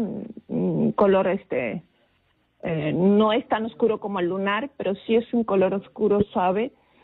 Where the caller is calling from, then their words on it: Lima, Peru; Buenos días … como dijeron, pero me llamo desde San Juan de Miraflores.